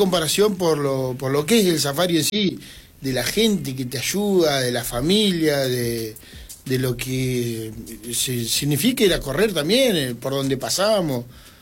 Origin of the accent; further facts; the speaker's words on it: Argentina; Yo soy de Chuele